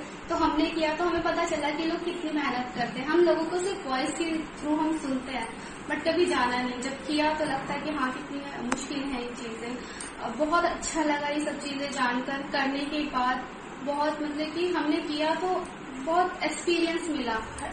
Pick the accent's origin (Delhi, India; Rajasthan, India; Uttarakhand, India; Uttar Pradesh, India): Delhi, India; और मैं दिल्ली से हूँ।